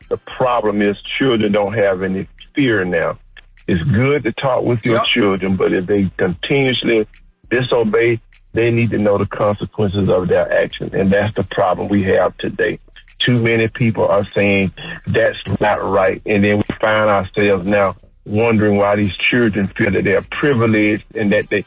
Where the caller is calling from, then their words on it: Macon, Georgia, United States; calling from Macon, Georgia.